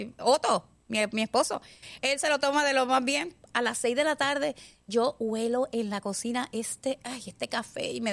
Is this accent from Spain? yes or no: no; Puerto Rico; somos puertorriqueños cafeteros hasta el ña.